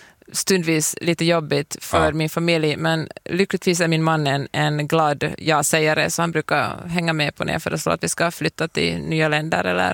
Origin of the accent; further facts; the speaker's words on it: Finland; Ja, du vet jag kommer från Finland så jag känns som att jag är så van vid att folk talar finska så jag blir alltid på gott humör av att vara här.